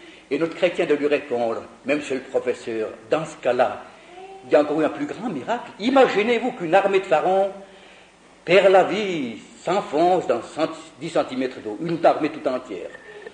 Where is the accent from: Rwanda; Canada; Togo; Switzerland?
Switzerland; Chez nous en Suisse